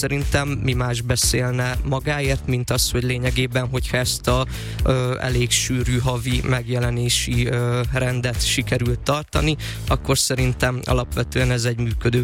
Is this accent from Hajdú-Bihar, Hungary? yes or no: yes; Debrecen, Hajdú-Bihar, Hungary; born there; moved away as an adult; now in Budapest, Hungary; én már a gimnazista éveimet, az egyetemi éveimet is Debrecenbe töltöttem, ami azért az ország második legnagyobb városa, és azért ott is van nyüzsgés